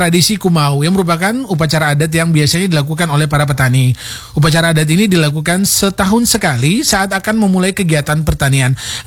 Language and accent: Indonesian; Indonesia; kita bersyukurlah kita lahir dan tumbuh besar di Indonesia